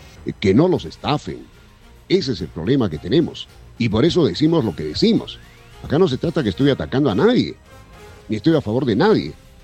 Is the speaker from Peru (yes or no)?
yes; Peru; todos somos peruanos